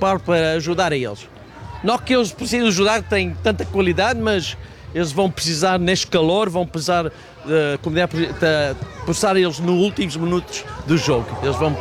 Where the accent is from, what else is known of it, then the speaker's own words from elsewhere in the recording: South Africa; now in Boca Raton, United States; Eu cresci na África do Sul, eram parte da comunidade portuguesa, clubes sociais portugueses. Agora vivo cá.